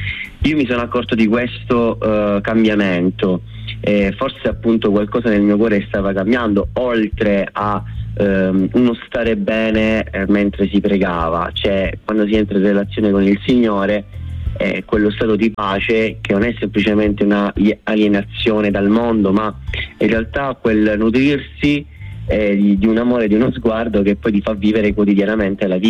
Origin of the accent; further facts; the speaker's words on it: Messina, Sicily, Italy; Io vengo da Messina, da un quartiere di nome Camaro San Paolo